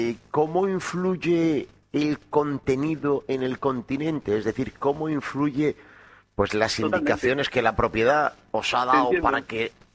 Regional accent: Almería, Andalusia, Spain; soy almeriense

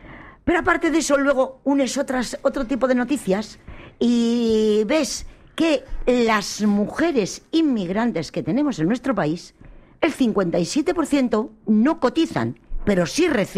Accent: Spain; Los que no tenemos vergüenza somos los españoles que confiamos en lo que nos dice.

